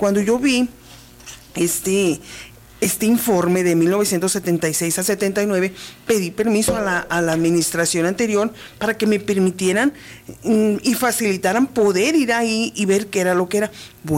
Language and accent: Spanish; Cananea, Sonora, Mexico; las interesantes, divertidas, fabulosas historias de mi pueblo